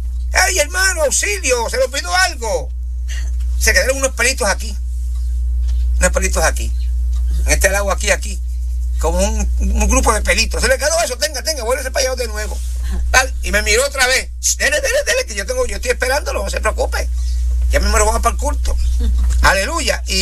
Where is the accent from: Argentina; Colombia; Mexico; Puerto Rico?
Puerto Rico; moved away; en Puerto Rico fueron a hacer un día de clamor, pero en mi pueblo